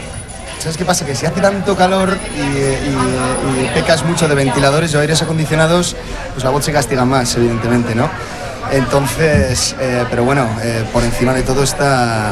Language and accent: Spanish; Pamplona, Navarre, Spain; nosotros somos de Pamplona, somos navarros.